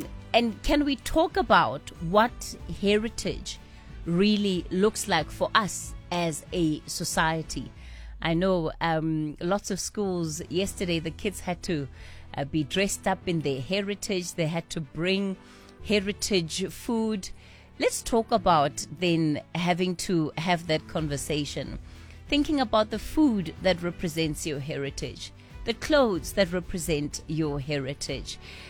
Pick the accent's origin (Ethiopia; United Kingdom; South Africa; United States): South Africa